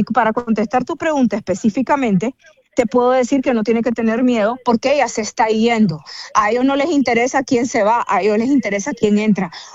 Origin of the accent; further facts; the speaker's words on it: Nicaragua; moved away as an adult; pero voy todo el tiempo a Nicaragua y mis papás, mis hermanos, todos viven allá y yo me crié allá. Incluso yo soy abogada, tengo 43 años y a los 23 me vine de Nicaragua